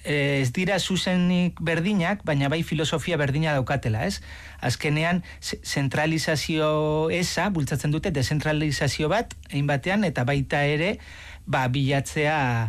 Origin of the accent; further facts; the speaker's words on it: Laguardia, Basque Country, Spain; nire herria, Biasteri, ba, Biasterik badauka udaletxea